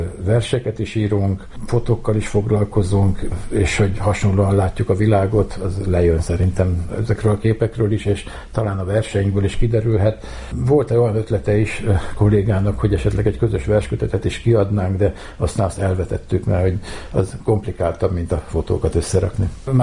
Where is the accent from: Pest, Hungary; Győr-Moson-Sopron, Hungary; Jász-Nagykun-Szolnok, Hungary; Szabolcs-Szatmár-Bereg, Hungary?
Pest, Hungary; Pilisszentkereszt; born there; Az én gyökereim pedig a Pilisben vannak, tehát egy piliszentkereszti születésű vagyok